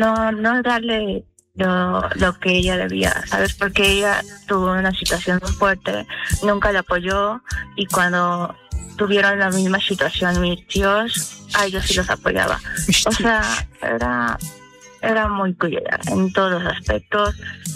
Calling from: Mexico City, Mexico; De acá, de Fuentes del Pedregal, Tlacuacha.

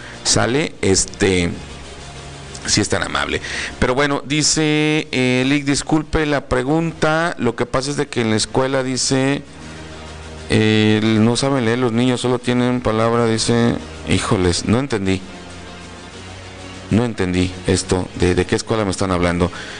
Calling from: Cintalapa, Chiapas, Mexico; soy de Unión Ejidal, aquí en Cintalapa, y no nos dan agua.

